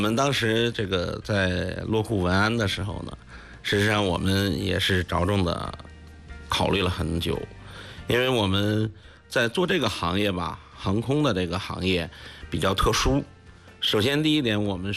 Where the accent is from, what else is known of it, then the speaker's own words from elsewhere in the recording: Yongqing, Hebei, China; 因为我的家乡是这个廊坊永清嘛，我们在开始起初在北京做这些事情